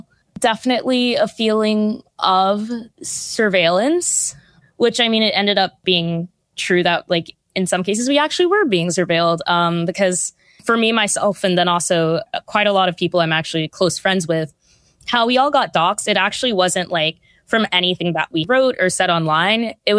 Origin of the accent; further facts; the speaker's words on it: New York City, New York, United States; Obviously, I have this particular experience growing up in New York City around Jewish culture and just having so many Jewish classmates growing up